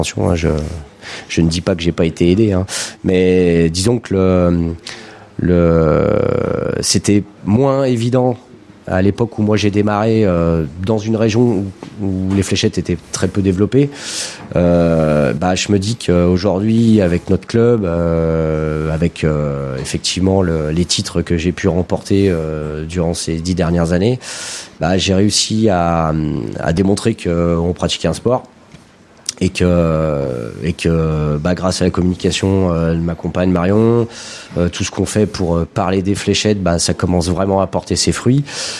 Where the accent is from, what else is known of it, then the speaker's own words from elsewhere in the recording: France; même chez nous en France